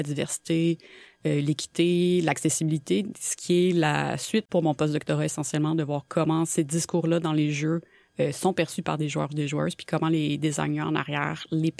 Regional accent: Chartierville, Quebec, Canada; Moi, je viens de la campagne très profonde où c'est que, à part jouer à l'extérieur dehors, moi, il n'y a pas grand-chose à faire d'autre.

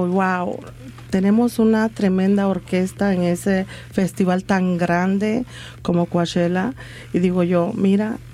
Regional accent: El Salvador; born there; moved away; El Salvador, nací en mi país y siempre estaré orgullosa de haber nacido ahí.

